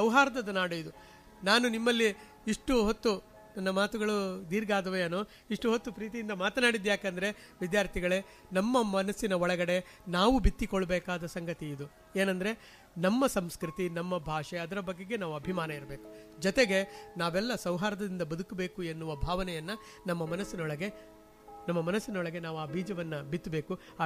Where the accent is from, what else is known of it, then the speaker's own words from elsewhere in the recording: Kumbla, Kerala, India; ಇಲ್ಲೇ ಕಾರಿಕಾಡಿ ಅಂತ ಇದೆ ನನ್ನ ಊರದು, ಕುಂಬಳೆ ಹತ್ರ ಆರಿಕಾಡಿ ಅಂತ ಆಲಿ ಚಾಮುಂಡಿ ದೈವ ಇದೆ.